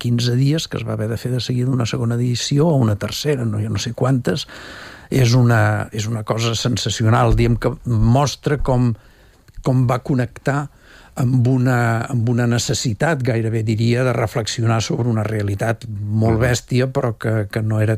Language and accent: Catalan; Terrassa, Catalonia, Spain; ja es nota que sóc de Terrassa